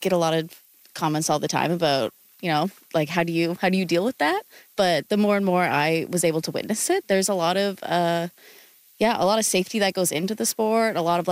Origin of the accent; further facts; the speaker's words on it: Halifax, Nova Scotia, Canada; now in Membertou, Canada; I'm from Halifax, but I now live in Memberton